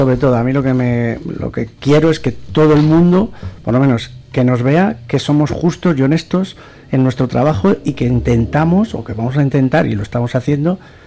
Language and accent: Spanish; La Rioja, Spain; Me gustaría también, como riojano y como Federación Riojana, poder tener alguno de nuestros equipos en el fútbol profesional.